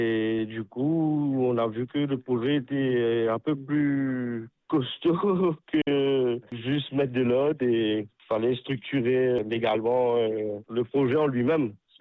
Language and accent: French; Port Louis, Mauritius; 57 ans, habitant de Rosbois.